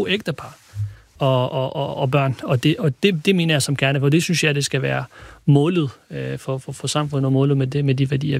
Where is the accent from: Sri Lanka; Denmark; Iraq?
Iraq; Jeg er kurder fra Irak oprindeligt.